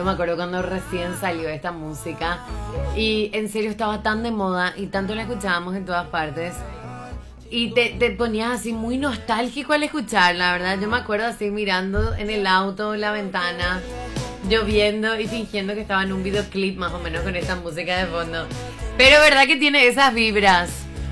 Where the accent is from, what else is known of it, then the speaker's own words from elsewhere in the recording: Paraguay; nosotros como un paraguayo